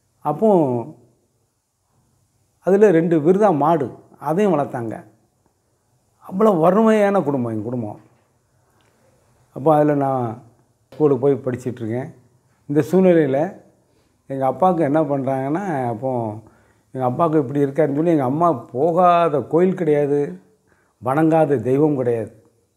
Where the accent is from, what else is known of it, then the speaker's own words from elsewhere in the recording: Tamil Nadu, India; ஒரு சின்ன கிராமம், தாமிரபரணி ஆற்று ஓரத்தில் இருக்குது. நல்ல விவசாயம் செய்யக்கூடிய இடம். அங்கே தான் நான் பிறந்து வளர்ந்தது.